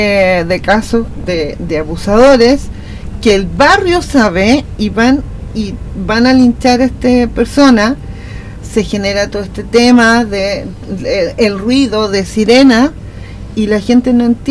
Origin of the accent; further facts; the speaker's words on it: Chile; un deber que tenemos como ciudadanos chilenos